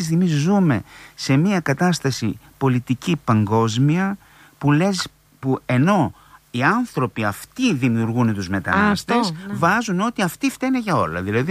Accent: Didymoteicho, East Macedonia and Thrace, Greece; που τότε είναι μικρό παιδί, σε χωριό μεγάλωσα στο Δημότυχο, και θυμάμαι αυτόν τον ήχο

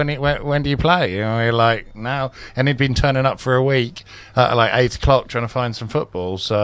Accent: Buckland in the Moor, South West England, United Kingdom; also born or lived in Australia; nowhere near Buckland in the Moor, which is where I grew up.

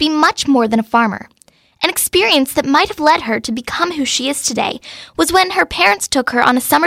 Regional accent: Mount Lebanon, Pennsylvania, United States; I'm also 12 years old and I'm from Mount Lebanon.

